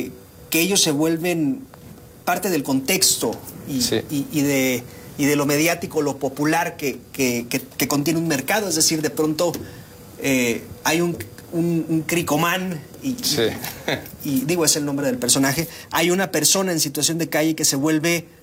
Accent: Mexico; pues conocemos los mercados porque somos mexicanos

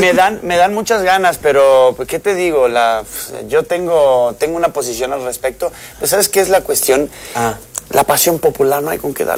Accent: Argentina; Sí, yo como argentino lo sé, o sea, en pleno desmadrito que traemos

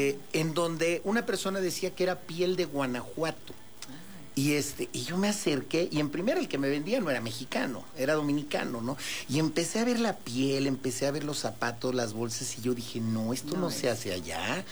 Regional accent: Guatemala; ¿usted de dónde es? Y le dije, soy guatemalteco.

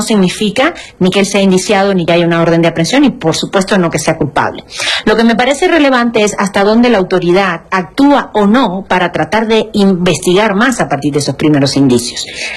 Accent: Cuba; porque yo pues nací en Cuba y es parte del discurso con el que yo crecí

